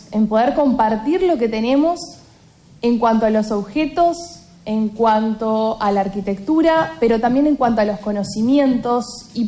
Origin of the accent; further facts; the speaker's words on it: Colonia del Sacramento, Colonia, Uruguay; esta generosidad que nos caracteriza a quienes somos de Colonia